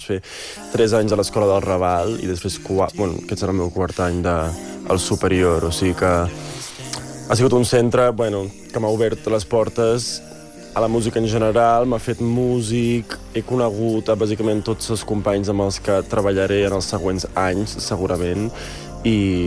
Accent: Netherlands; moved away; jo sóc mig holandès i de petit vaig créixer a Holanda

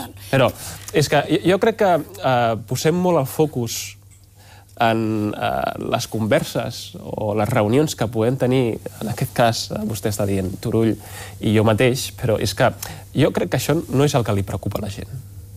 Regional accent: Badalona, Catalonia, Spain; Nosaltres hem tingut, i vostè sap que jo sóc de Badalona

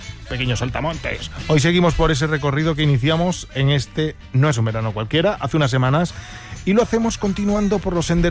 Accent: Galicia, Spain; yo soy muy gallego.

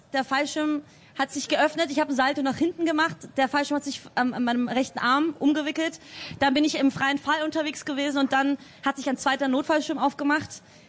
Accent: Lower Austria, Austria; Na, Jesus, ich bin aus Österreich, bei Krems.

